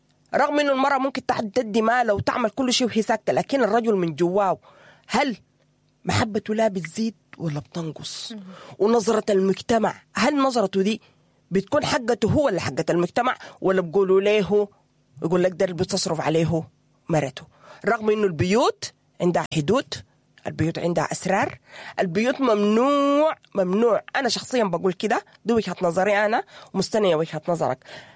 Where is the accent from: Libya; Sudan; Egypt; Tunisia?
Sudan; إحنا كمجتمع سوداني.